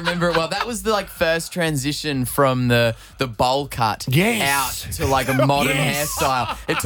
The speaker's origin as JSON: {"language": "English", "country": "Australia", "said": "I love all my mates in the States, but I'm an Aussie, always will be."}